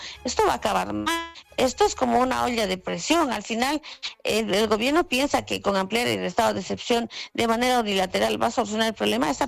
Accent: Bolivia

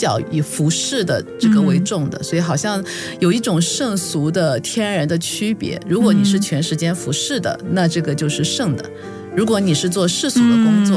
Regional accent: China; 但我们中国人的传统里面，

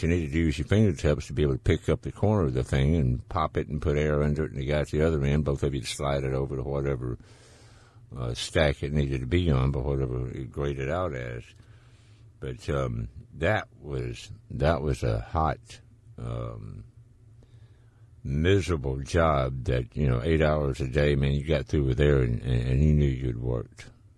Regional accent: Laurel, Mississippi, United States; at the Masonite plant there in my hometown of Laurel, Mississippi

